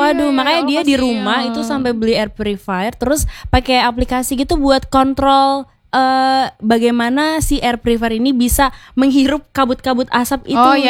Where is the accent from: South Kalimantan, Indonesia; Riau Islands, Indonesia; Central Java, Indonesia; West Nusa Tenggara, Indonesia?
South Kalimantan, Indonesia; Gambut; bahkan tadi aku lihat ya di daerah aku kan dari Gambut Kabupaten Banjar on the way ke Banjarmasin